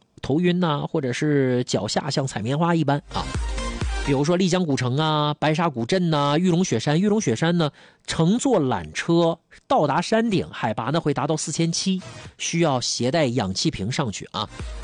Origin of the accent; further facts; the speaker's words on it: Harbin, Heilongjiang, China; now in Dalian, China; 我的家乡哈尔滨